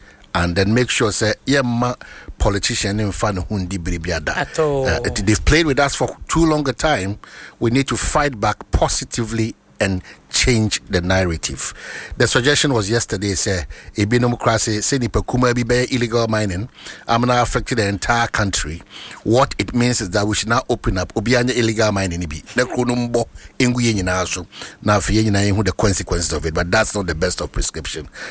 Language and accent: English; Ghana